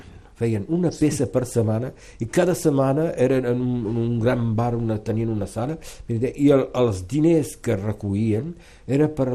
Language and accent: Catalan; Perpignan, Occitania, France; born or raised there; also born or lived in Toulouse